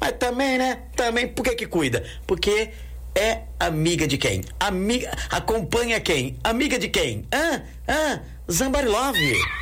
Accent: Descalvado, São Paulo, Brazil; um abraço ali em Descalvado, minha terra querida.

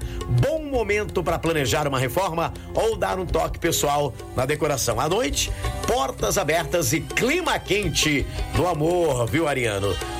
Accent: Descalvado, São Paulo, Brazil; moved away; Ah, alô, Descalvado, querida! Minha terra amada e inesquecível, onde tudo começou em minha vida, em 1983.

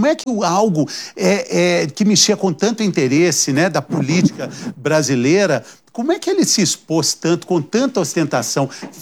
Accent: Belo Horizonte, Minas Gerais, Brazil; somos mineiros. Eu de BH, Matheus morou lá também.

